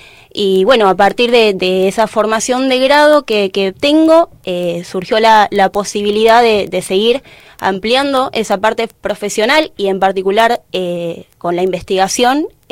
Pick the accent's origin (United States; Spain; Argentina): Argentina; Lomas de Zamora, Buenos Aires Province; moved away as an adult; now in Río Gallegos, Argentina; vengo de la provincia de Buenos Aires. Ya hace un tiempito, un mes y pico, que vine a vivir a la provincia, acá a Santa Cruz, a Río Gallegos específicamente